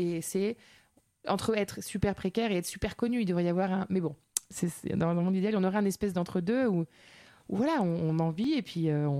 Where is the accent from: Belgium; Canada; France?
France; also born or lived in Latin America; parce que je chantais en français et que je suis française.